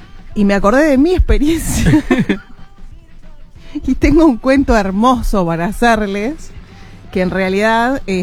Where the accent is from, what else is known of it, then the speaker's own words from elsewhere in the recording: Paysandú, Uruguay; also born or lived in Montevideo; la gente que me conoce sabe que soy de acá, o sea, mis viejos vivían acá, me crié prácticamente acá, hice la escuela en Paysandú, pero después me volví. Pero este aquí que yo nací puntualmente en Montevideo